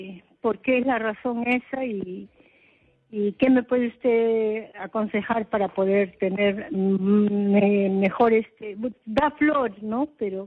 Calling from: Los Olivos, Lima, Peru; De los olivos

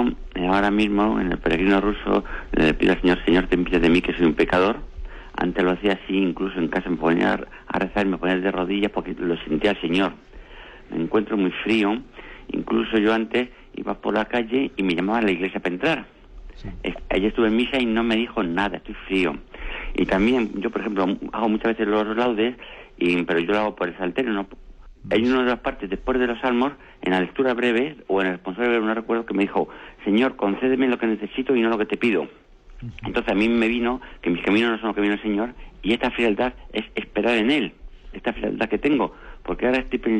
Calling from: Madrid, Community of Madrid, Spain; llamo desde Madrid.

